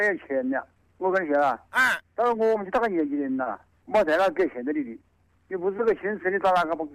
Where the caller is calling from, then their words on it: Wuhan, Hubei, China; 我是黄陂子，钱塘街，